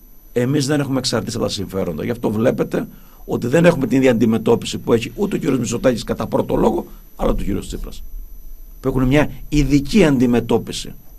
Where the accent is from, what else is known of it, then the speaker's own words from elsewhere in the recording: Crete, Greece; Εγώ δεσμεύομαι εδώ από τον τόπο μου, από την πατρίδα μου